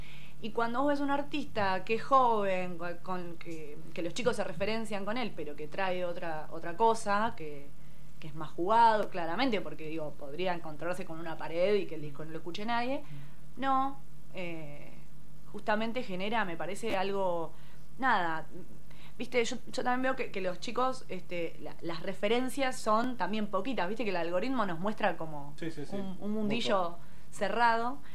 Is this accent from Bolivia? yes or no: no; Magdalena, Buenos Aires Province, Argentina; En Magdalena, pues somos de Magdalena